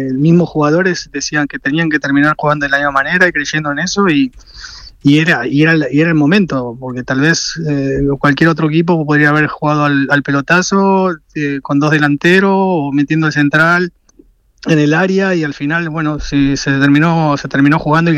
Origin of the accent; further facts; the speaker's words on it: Argentina; como argentinos a nosotros nos ilusiona muchísimo.